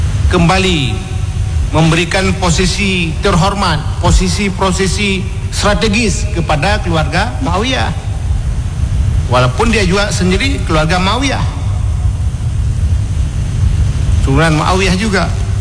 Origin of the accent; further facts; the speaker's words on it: Samalanga, Aceh, Indonesia; Kalau ke Samalanga kampung saya 174 km.